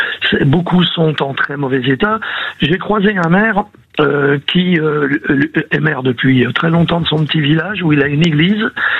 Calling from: Paris, Île-de-France, France; Je suis parisien, donc je me promène beaucoup dans Paris.

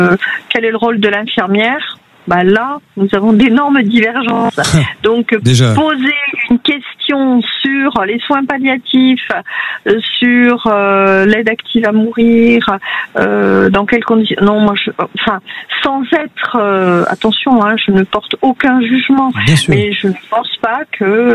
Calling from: Beauville, Nouvelle-Aquitaine, France; Alors moi, je suis infirmière libérale dans le Lot-et-Garonne.

